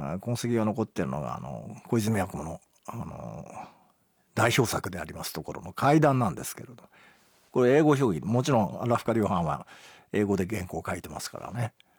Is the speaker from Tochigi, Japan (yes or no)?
no; Matsue, Shimane, Japan; born there; accent: Izumo dialect; also born or lived in Tokyo; 私はまあ松江出身ではあるんですが、まあ実は幼少期は東京に住んでおりまして、まあ父が勤務医をしていたんですが、実家が島根県松江のまあ町医者で、小学校1年生の3学期に僕は東京から松